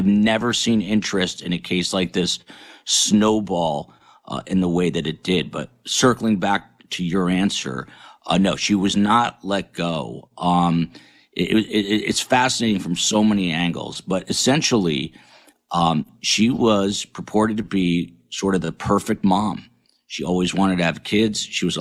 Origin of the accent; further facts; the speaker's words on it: New Jersey, United States; 70s, and I grew up in New Jersey, and I remember my parents taking me into Manhattan through the Lincoln Tunnel